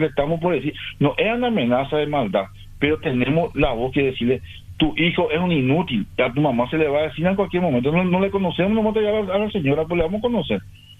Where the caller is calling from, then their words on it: Paraguay; como paraguayo